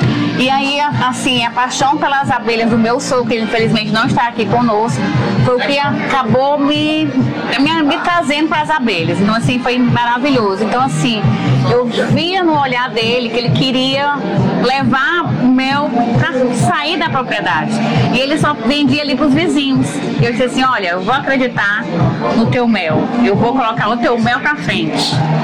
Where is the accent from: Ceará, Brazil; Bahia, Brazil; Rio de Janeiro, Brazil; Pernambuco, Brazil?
Ceará, Brazil; now in Rio Grande do Sul, Brazil; Assim, pelo sotaque, vocês vão perceber que eu não sou aqui, não sou gaúcha, eu sou cearense. E assim, eu fui muito bem recebida aqui pelo povo gaúcho